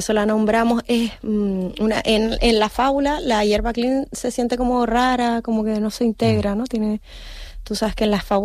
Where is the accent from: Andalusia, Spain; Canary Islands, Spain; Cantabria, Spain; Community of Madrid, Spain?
Canary Islands, Spain; Ya sé lo que soy, José, sí, Gregorio, soy, sí, meta canaria.